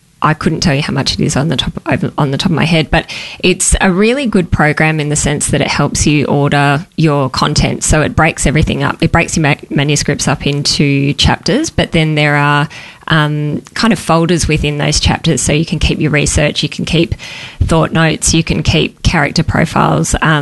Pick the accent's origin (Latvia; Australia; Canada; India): Australia; Melbourne, Victoria; moved away as an adult; also born or lived in Western Australia; Actually, I was born in Melbourne, grew up in Melbourne, and then moved to WA when I'd finished school.